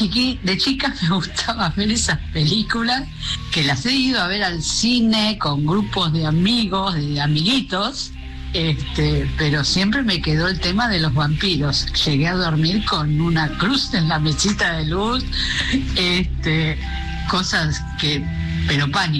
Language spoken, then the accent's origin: Spanish; Remedios de Escalada, Buenos Aires Province, Argentina; soy de Remedio Escalada